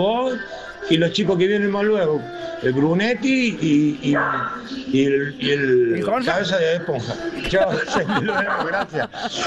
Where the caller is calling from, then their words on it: Villa Corina, Córdoba, Argentina; de Villa Corina